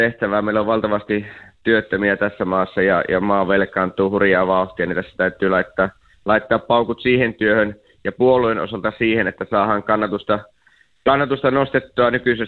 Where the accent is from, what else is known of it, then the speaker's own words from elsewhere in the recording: Eastern Finland, Finland; oma vaalipiiri on Savo-Karjala ja kuitenkin tulen Itäistä Suomesta